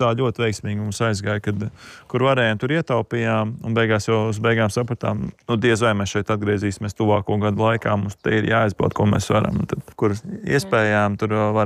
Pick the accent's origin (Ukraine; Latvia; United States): Latvia; Ogre, Ogre Municipality; Jā, es esmu pats no Ogres audzes dzimis, un man mamma arī ģimenes ārsts tur pat strādā, dzīvo